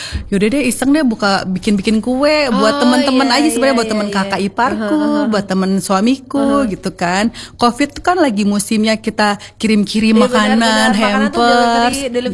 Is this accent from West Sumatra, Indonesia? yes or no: no; Bandung, West Java, Indonesia; Aku aslinya sebenarnya aku tuh orang Padang. Aslinya, yes. Cuman dari kecil aku udah tinggal di Bandung. Biasa ya, orang Padang tuh kan merantau ya. Jadi papaku ngebawa kita sekeluarga di Bandung.